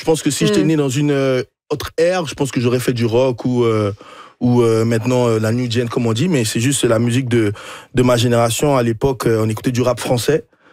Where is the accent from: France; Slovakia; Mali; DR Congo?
DR Congo; also born or lived in United States; Ça fait partie prenante de, ah ouais, de la vie chez nous au Congo.